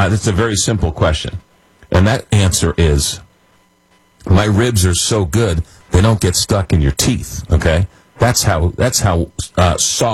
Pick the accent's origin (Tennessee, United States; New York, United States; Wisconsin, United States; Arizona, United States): New York, United States; I'm from New York, so no, I don't eat pizza with a fork. I fold my pizza like any self-respecting New Yorker.